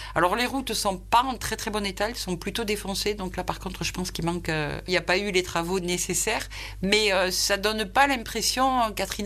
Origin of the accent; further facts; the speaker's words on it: France; on n'a pas la sensation d'être reconnu en tant que Français